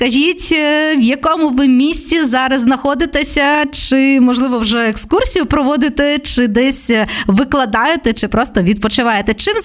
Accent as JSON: {"language": "Ukrainian", "town": "Korosten", "region": "Zhytomyr Oblast", "country": "Ukraine", "said": "Ми коростенці"}